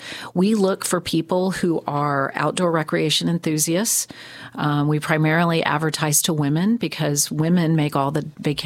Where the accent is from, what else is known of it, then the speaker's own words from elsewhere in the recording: El Paso, Texas, United States; moved away; Well, I grew up in El Paso, Texas, which is a big town, and it's on the border of an even bigger town, for Juarez, Mexico.